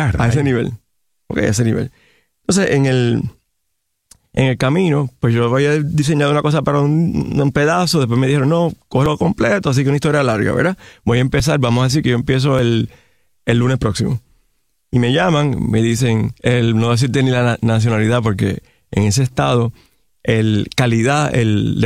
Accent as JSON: {"language": "Spanish", "country": "Puerto Rico", "said": "Pero yo me río, yo, mira, yo soy puertorriqueño."}